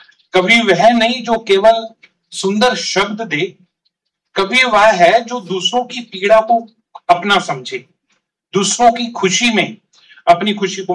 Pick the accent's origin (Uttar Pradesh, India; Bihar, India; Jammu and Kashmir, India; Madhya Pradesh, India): Jammu and Kashmir, India; now in Ambala, India; मैं कश्मीर में जन्मा हूं और उर्दू मैंने स्कूल में पढ़ी है, हिंदी मैंने घर में पढ़ी है। कई बार मेरा उच्चारण भी हिंदी में गलत होता है